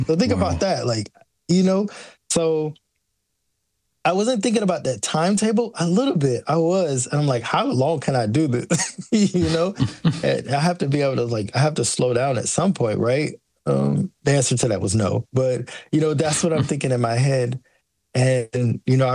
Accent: United States; No, because I'm an American kid. We didn't soccer. We don't play no soccer.

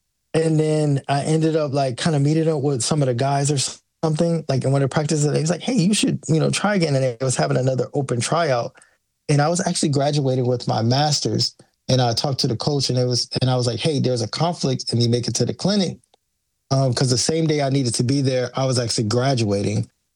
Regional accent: United States; born there; I'm an American kid.

